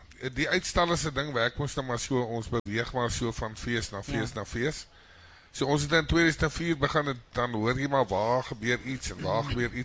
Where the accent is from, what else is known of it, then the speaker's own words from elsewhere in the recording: Oudtshoorn, Western Cape, South Africa; waar kom jy vandaan? Sê ek nie van Oudtshoorn af. Sê sy, wat? Ja. Al die part van Oudtshoorn af.